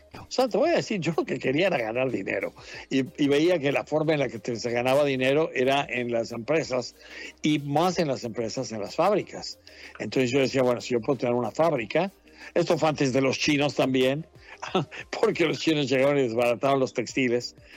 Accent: Quebec, Canada; also born or lived in Mexico; yo nací en México, pero crecí en Quebec, en Canadá.

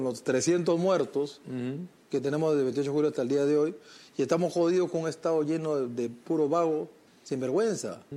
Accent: Peru; Como peruano, quiero que le vaya bien al Perú, que el Perú crezca al 6-7%, pero para eso todos los peruanos de buena voluntad tenemos que unirnos

